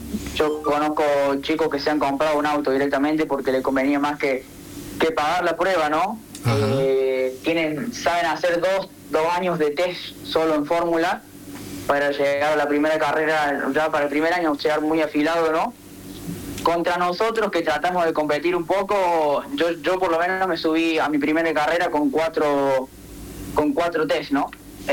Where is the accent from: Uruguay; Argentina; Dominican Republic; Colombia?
Argentina; now in Spain; el único argentino.